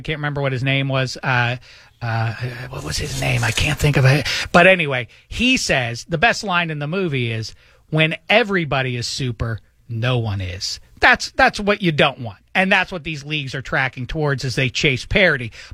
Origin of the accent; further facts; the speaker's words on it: Pittsburgh, Pennsylvania, United States; I grew up in Pittsburgh. The Steelers were a dynasty when I was growing up.